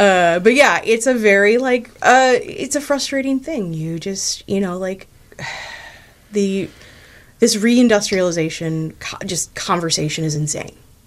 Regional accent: United States; I grew up in the city. I grew up on the far south side. I grew up in Beverly

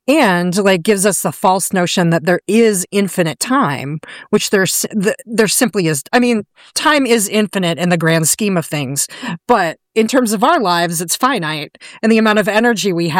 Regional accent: Omaha, Nebraska, United States; moved away as an adult; I grew up in Omaha, Nebraska

